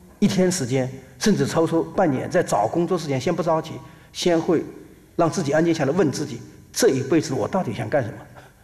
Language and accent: Chinese; China; 我们中国人、东方人